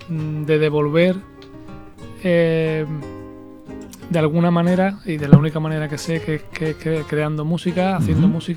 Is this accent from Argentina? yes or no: no; Huelva, Andalusia, Spain; yo soy de Huelva